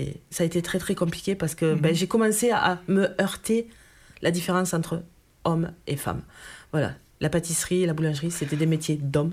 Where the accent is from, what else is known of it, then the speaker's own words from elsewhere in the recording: Occitanie, France; Moi je suis, alors je suis née dans l'Ariège, tout petit village où, voilà, dans l'école, on était 12 enfants.